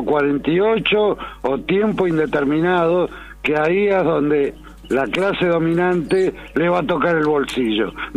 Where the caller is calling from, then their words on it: Córdoba, Argentina; como cordobés